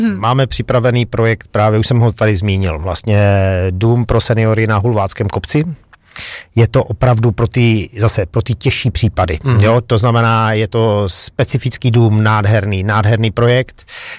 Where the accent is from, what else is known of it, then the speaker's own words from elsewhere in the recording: Frýdek-Místek, Moravian-Silesian Region, Czechia; now in Ostrava, Czech Republic; Já jsem do Ostravy přivandroval, no. Sice jsem z Vítku Nízku, ale přivandroval jsem v nějakých 22 letech a v podstatě musím říct, že dneska jsem Ostravák.